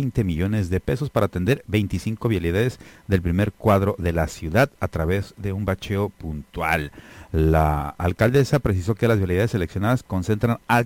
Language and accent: Spanish; Tijuana, Baja California, Mexico; Para los que somos de Tijuana, el primer Infonavit que construyeron aquí en México, está en Baja California, está en Tijuana